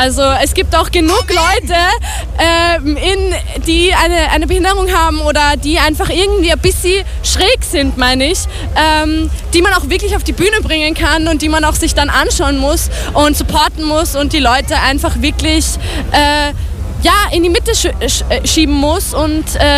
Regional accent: Vienna, Austria; Wir sind nämlich aus Wien, aus dem 22. Bezirk, aus dem EEG Donaustadt

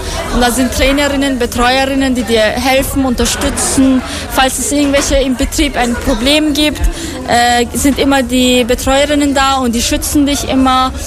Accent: Afghanistan; German is a second language; now in Austria; Ich komme aus Afghanistan.

